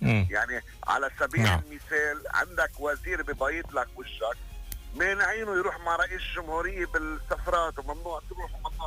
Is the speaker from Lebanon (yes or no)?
yes; Lebanon; يا خي صراحة انه كلبنان كأرض وكبعض الناس